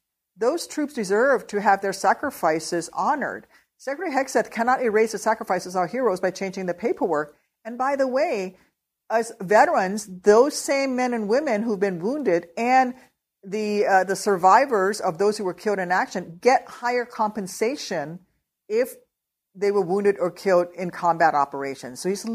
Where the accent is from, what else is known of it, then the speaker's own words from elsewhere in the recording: Illinois, United States; So, for example, my home state of Illinois, one of our universities actually provide full four-year ride scholarships in every county to the child of a veteran.